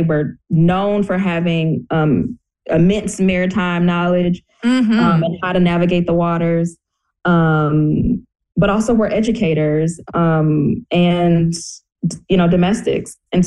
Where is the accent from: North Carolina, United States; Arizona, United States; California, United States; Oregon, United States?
North Carolina, United States; Wilmington; I grew up in the kind of north side, Princess Place, downtown region of Wilmington, historically a very Black part of town.